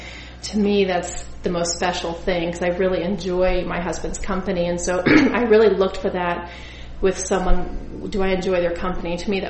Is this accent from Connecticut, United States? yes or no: no; Georgia, United States; I grew up in Georgia